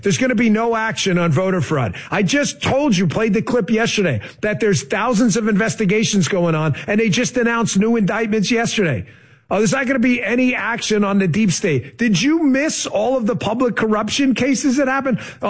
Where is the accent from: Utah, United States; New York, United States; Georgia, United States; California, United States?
New York, United States; I grew up in New York.